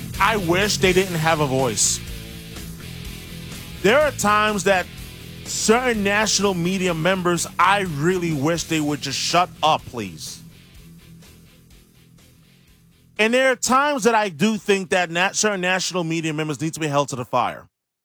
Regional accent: New York, United States; moved away; growing up in New York.

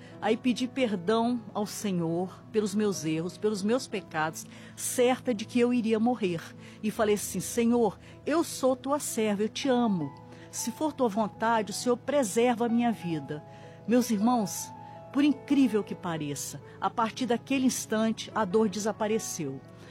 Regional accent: Espírito Santo, Brazil; now in São Paulo, Brazil; Eu sou natural do Espírito Santo e moro em São Paulo, no Jardim Paulista.

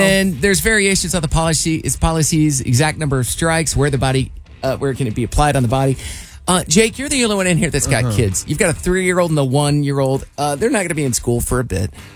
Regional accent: Iowa, United States; I grew up in Iowa

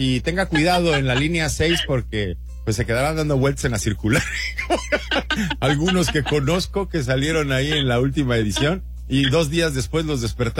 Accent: Mexico; now in Spain

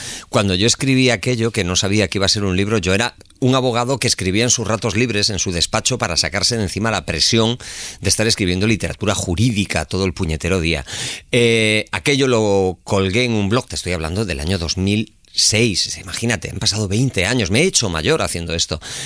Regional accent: Pontevedra, Galicia, Spain; era un crío con 17 añitos. La primera vez que me vi delante de un micrófono fue en la SER de Radio Pontevedra, que es de donde yo soy.

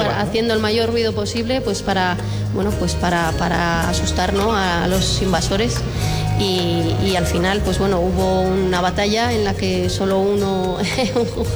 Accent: Jaca, Aragon, Spain; todos los que somos de Jaca tenemos el sentimiento del viernes de mayo metido dentro.

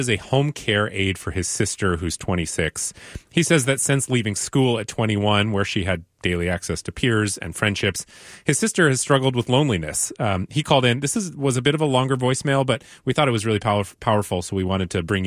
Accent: Seattle, Washington, United States; now in South King County, United States; I grew up in Seattle and went to a certain coffee house every week for 27 years before I was priced out of my city and had to move south to South King County in order to afford rent.

